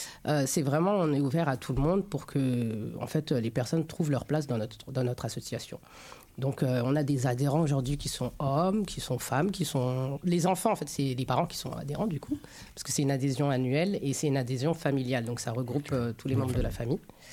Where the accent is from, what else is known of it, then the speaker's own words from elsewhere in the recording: Paris, Île-de-France, France; moi je suis une parisienne née dans le 18e.